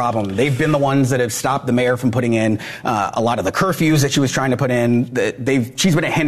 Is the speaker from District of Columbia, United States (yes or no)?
yes; Washington, District of Columbia, United States; So I'm from Washington, D.C., born and bred.